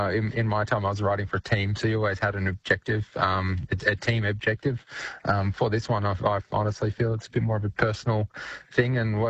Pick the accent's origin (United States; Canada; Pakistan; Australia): Australia; Perth, Western Australia; It's a special place. It's home. I'm from WA. I'm from Perth.